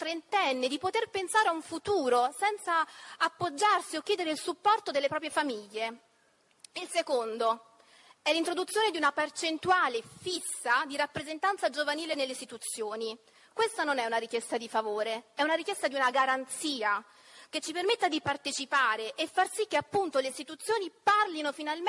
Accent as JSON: {"language": "Italian", "town": "Belvedere Marittimo", "region": "Calabria", "country": "Italy", "said": "vengo da Belvedere Marittimo in provincia di Cosenza."}